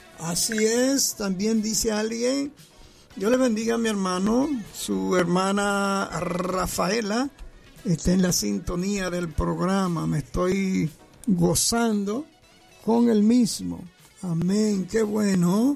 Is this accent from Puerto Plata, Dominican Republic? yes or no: yes; Puerto Plata, Dominican Republic; Yo soy de Puerto Plata y acá he hecho una revolución.